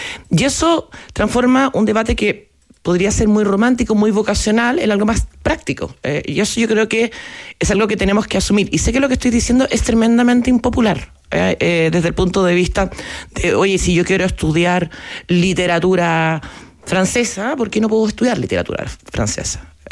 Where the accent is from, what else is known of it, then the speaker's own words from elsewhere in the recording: Concepción, Biobío, Chile; Yo soy de Conce, hoy voy a Playa Blanca a veranear.